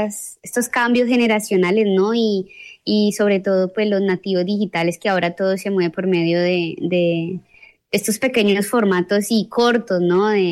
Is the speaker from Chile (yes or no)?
no; Buga, Valle del Cauca, Colombia; también pues yo soy de Buga